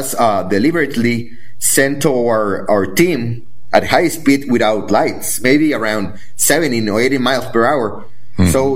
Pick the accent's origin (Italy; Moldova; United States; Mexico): Mexico; English is a second language; So you know that we are from Mexico. We don't have that kind of money in the accounts.